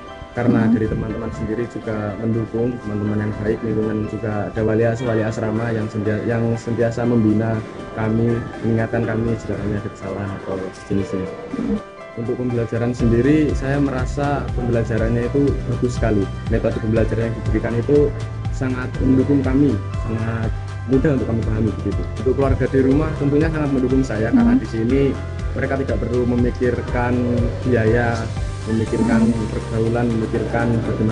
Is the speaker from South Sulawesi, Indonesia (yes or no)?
no; Pacitan, East Java, Indonesia; asal saya dari Kota Pacitan, Kecamatan Arjosari, Desa Karangrejo.